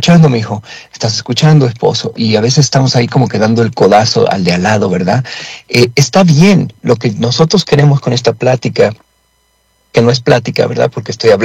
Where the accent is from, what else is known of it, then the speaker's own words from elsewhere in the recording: Mexico; born there; todos los que yo escuché en México